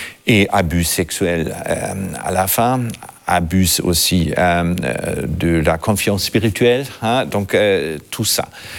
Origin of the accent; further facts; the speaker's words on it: Germany; French is a second language; De temps en temps, chez nous, en Allemagne, on a encore un petit peu peur d'être regardé comme missionnaire.